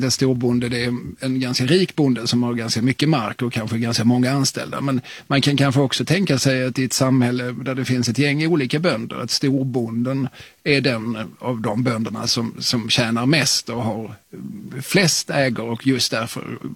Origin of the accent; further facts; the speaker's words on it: Skåne, Sweden; Det är lite intressant för att jag är ju själv från Skåne.